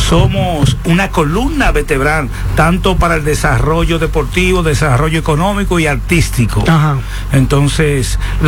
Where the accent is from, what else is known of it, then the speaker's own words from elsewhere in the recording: Dominican Republic; Muchas cosas que podemos resaltar de nuestro país bello y hermoso.